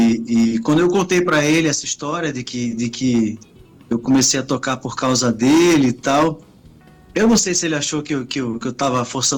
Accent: Recife, Pernambuco, Brazil; also born or lived in Rio de Janeiro; eu nasci no Rio, mas saí muito pequenininho e tô há muitos anos aqui em Recife. Sim. Então, eu sou praticamente um pernambucano recifense.

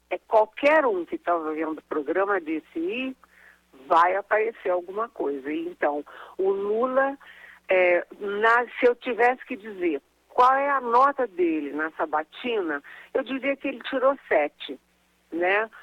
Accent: Rio de Janeiro, Brazil; Eu que sou carioca, falo de cabeça para baixo.

